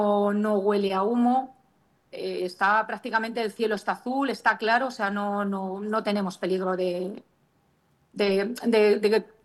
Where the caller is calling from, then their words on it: Navas del Rey, Community of Madrid, Spain; como todos los vecinos de Navas.